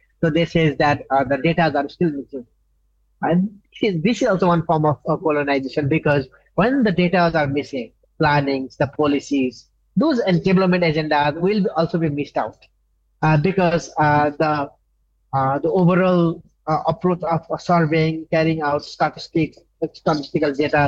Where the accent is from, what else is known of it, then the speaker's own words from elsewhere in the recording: Nepal; first language Chepang; English is a second language; my Chepang language. So I come from Nepal